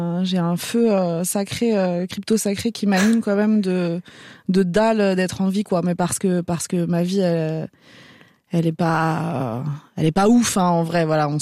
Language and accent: French; Algeria; born there; je suis née en Algérie pendant la guerre civile